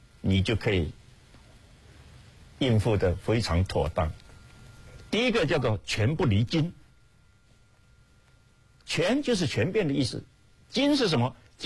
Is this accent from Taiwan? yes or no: no; China; 这样各位才知道为什么我们中国人他讲外圆内方